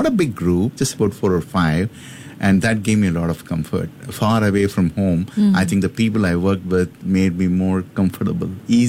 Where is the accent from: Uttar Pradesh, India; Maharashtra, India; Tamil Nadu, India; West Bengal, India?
Tamil Nadu, India; Chennai; moved away as an adult; I'm basically from Chennai, born, brought up, educated in Chennai, spent 5 years working.